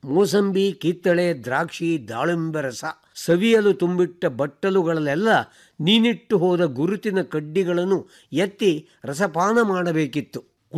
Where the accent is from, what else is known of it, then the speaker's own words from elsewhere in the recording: Karnataka, India; ನಾನು ಮಲೆನಾಡಿನಲ್ಲಿ ಹುಟ್ಟಿ ಬೆಳೆದಂಥ ವ್ಯಕ್ತಿ